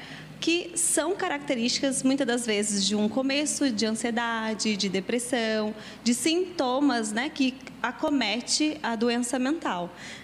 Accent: Campinas, São Paulo, Brazil; Eu sou natural de Campinas.

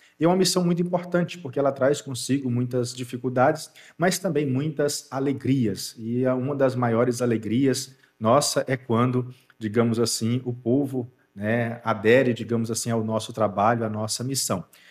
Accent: Itabirinha, Minas Gerais, Brazil; Eu sou natural de Itabirinha, então foi lá que surgiu, né, o início da minha vocação

